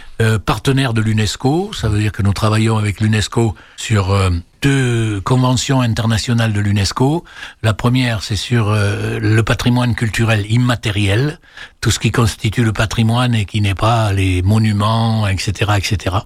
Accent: Tahiti, French Polynesia; des traditions qui ressemblent beaucoup à ce que nous trouvons chez nous à Tahiti ou ailleurs.

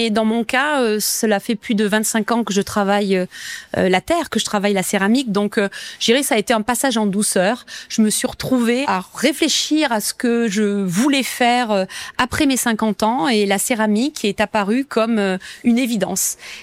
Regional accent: Nouvelle-Aquitaine, France; Je suis originaire de Limeira, à côté de Thenon.

